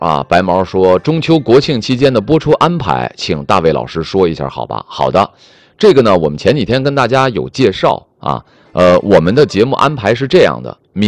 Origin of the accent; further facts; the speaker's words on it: Tianjin, China; 那我也是老天津的，我也是个土生土长的老天津哈。